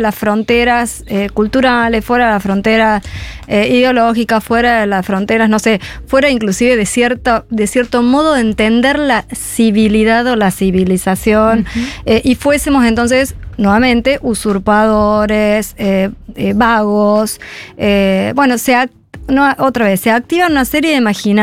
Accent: Río Cuarto, Córdoba, Argentina; mi familia es de Córdoba, yo soy de Córdoba, de Río Cuarto, más precisamente.

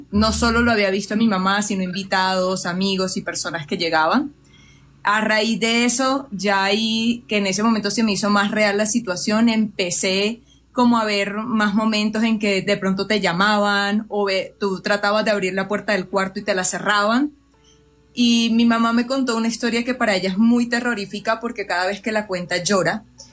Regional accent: Barranquilla, Atlántico, Colombia; now in Bogotá, Colombia; yo crecí en una casa, en un barrio en el sector norte de la ciudad de Barranquilla, tranquila, un barrio tranquilo

